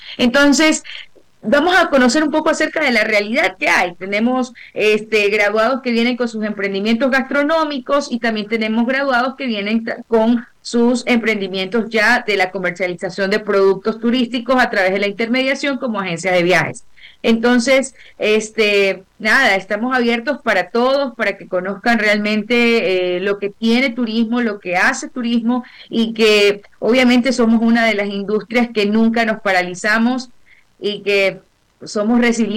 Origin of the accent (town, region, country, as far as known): Manabí, Ecuador